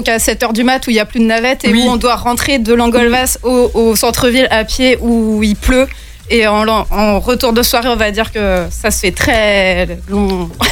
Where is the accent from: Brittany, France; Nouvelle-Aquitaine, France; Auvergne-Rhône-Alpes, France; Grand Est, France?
Brittany, France; Morlaix; Moi, je viens de Morlaix.